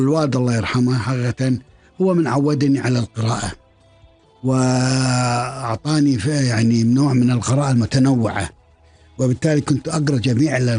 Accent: Kuwait

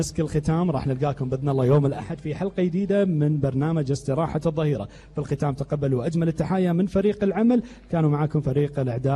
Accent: Kuwait

